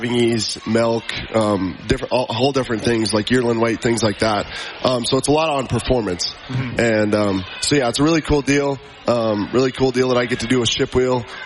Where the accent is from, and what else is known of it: Helena, Montana, United States; born or raised there